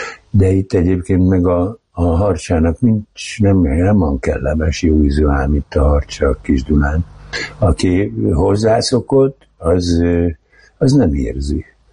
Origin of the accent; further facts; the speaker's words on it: Tatabánya, Komárom-Esztergom, Hungary; born there; Igen, ott születtem, De valójában nem tatabányaiak vagyunk, hanem az Üllői út 105-ben volt a lakás